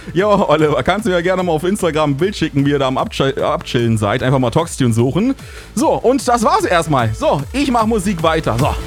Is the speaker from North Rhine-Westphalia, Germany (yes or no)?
yes; Düsseldorf, North Rhine-Westphalia, Germany; ich komme ja aus dem Raum Düsseldorf und da ist ja heute Japantag, Europas größtes Kulturfestival